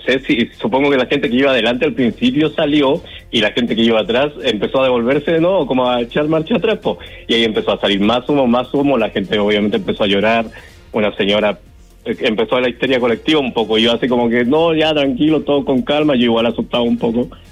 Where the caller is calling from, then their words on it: Santiago, Santiago Metropolitan Region, Chile; yo estoy en mi casita, vivo muy cerca. O sea, de ir a Razabal no vivo tan cerca porque yo vivo en Bustamante